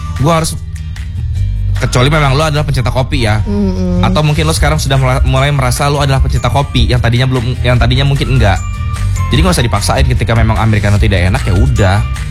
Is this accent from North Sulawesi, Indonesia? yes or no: no; Lampung, Indonesia; dibilangnya gue orang Lampung dan gue perokok